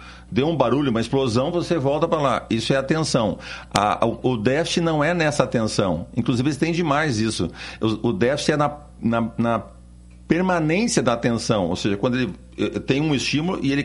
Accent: Porto Alegre, Rio Grande do Sul, Brazil; also born or lived in Cruz Alta / São Paulo; now in Curitiba, Brazil; Eu nasci no Rio Grande do Sul, em Cruz Alta, né? Terra do Érico Veríssimo. Depois, com 5 anos, eu fui para Porto Alegre.

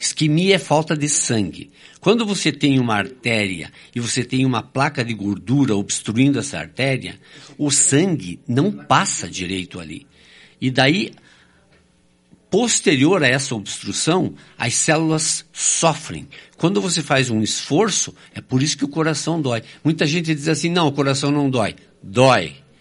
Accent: Campo Alegre, Santa Catarina, Brazil; born there; Eu sou nascido em Santa Catarina, numa cidadezinha pequena chamada Campo Alegre. Essa cidade fica do lado de São Bento do Sul.

